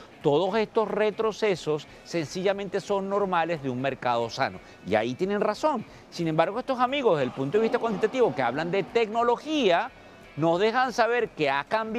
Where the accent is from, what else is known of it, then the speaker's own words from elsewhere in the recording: Venezuela; recuérdense que yo soy venezolano